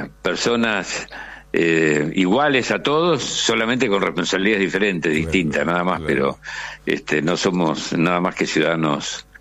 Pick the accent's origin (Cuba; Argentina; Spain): Argentina; Neuquén; estoy en Neuquén en este momento, mi ciudad natal.